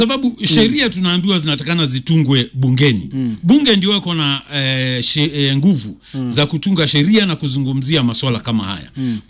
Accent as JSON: {"language": "Swahili", "country": "Kenya", "said": "mimi na wewe kama Mkenya"}